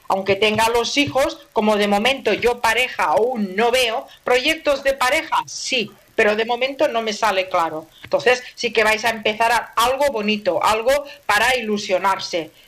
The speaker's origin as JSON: {"language": "Spanish", "town": "Barcelona", "region": "Catalonia", "country": "Spain", "said": "soy de Barcelona, anda que no se me nota a mí el acento que llevo."}